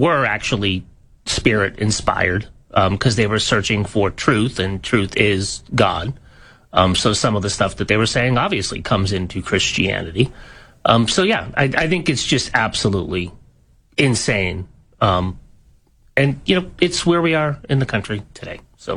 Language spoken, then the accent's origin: English; New England, United States; I grew up in New England, right? So I'm used to this sort of Unitarian Universalist, some Congregationalists, just complete liberal theology.